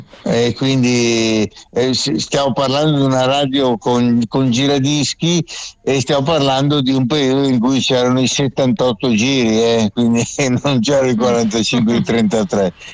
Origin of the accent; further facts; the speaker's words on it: Milan, Lombardy, Italy; also born or lived in Ceggia, Veneto; è venuto a Milano. Io avevo un anno, quindi praticamente sono veneto di nascita, però praticamente la mia educazione l'ho ricevuta, insomma, ho imparato a stare a questo mondo a Milano.